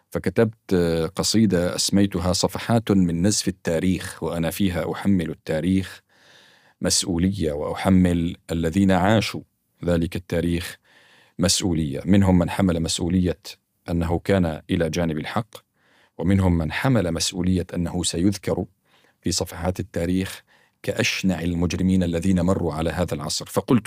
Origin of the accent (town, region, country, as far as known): Syria